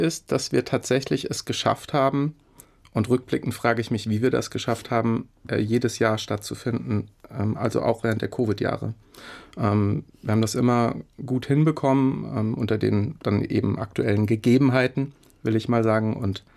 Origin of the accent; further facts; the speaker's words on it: Hofheim, Hesse, Germany; Und das wollte ich eben gerne auch mit den Menschen in meiner Heimatstadt in Hofheim teilen.